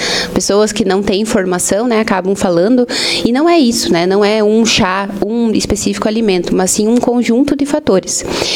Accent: Lebon Régis, Santa Catarina, Brazil; moved away as an adult; also born or lived in Videira; now in Salto Veloso, Brazil; eu sou filha desta terra, eu nasci aqui em Videira, porém, a minha vida inteira eu morei em Lebon Régis, que é onde os meus pais, as minhas irmãs, minha família, né, moram, uhum, lá. Uhum. E hoje eu moro em Salto Veloso

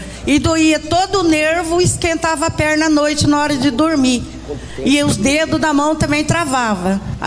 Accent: Sabáudia, Paraná, Brazil; Sou de Sabáudia

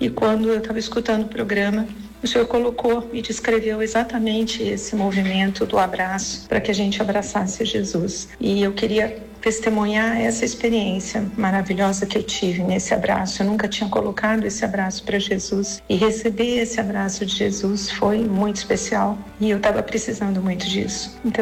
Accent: Campinas, São Paulo, Brazil; sou de Campinas

